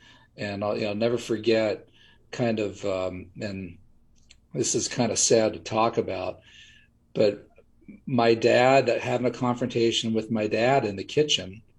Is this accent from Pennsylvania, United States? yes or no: yes; Butler, Pennsylvania, United States; also born or lived in Pittsburgh, Pennsylvania / Penn Hills, Pennsylvania; Then I guess by the time I was about 4 years old, we moved to Butler, Pennsylvania. And that's where I lived and went and was there through high school. And my parents still live in that area. So I graduated high school there in 1984, class of 1984.